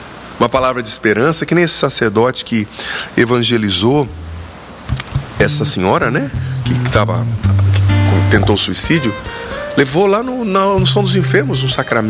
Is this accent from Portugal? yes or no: no; Paraná, Brazil; born there; moved away; lá na minha cidade, no Paraná